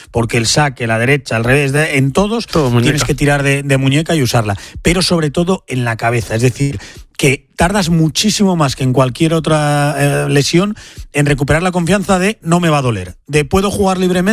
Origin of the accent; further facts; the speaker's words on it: Spain; Habrá que echar una siesta larga, como buen español.